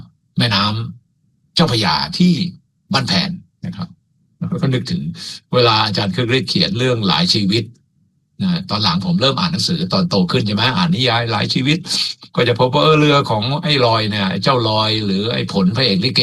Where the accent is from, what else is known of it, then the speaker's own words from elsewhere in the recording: Suphan Buri, Thailand; born there; moved away; also born or lived in Pak Chong, Nakhon Ratchasima; เราเป็นคนบ้านนอกปากช่องแต่ว่าย้อนอดีตสมัยอยู่สุเป็นเด็กสุพรรณเนี่ย